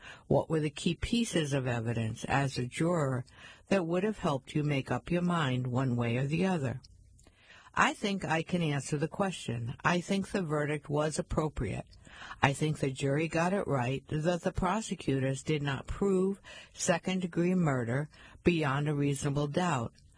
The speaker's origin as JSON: {"language": "English", "town": "Brockton", "region": "Massachusetts", "country": "United States", "tie": "born or raised there", "also_born_or_lived": "South Shore / Boston", "said": "growing up around this area, being born and raised in Brockton and living on the South Shore and in Boston"}